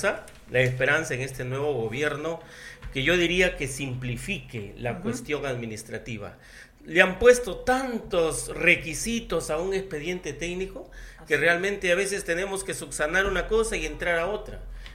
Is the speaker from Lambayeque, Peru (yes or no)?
yes; Túcume, Lambayeque, Peru; nosotros salimos de allá, hemos nacido allá, hemos estudiado allá, y luego ya hemos avanzado un poco a la universidad y luego trabajamos acá en Túcume.